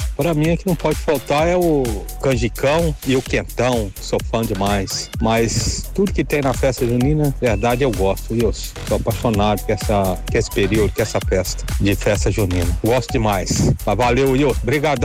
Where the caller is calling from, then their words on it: Brazil; aqui do Vale do Sol 2.